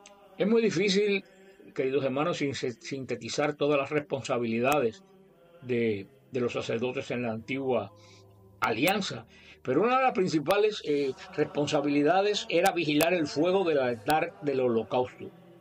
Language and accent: Spanish; Cuba; moved away; como decían en mi tierra en Cuba